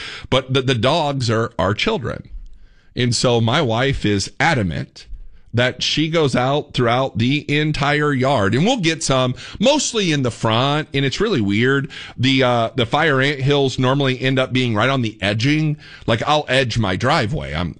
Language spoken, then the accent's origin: English; Fort Wayne, Indiana, United States; now in Texas, United States; so we came from Fort Wayne, Indiana, where the most dangerous thing you'd probably deal with was a mosquito.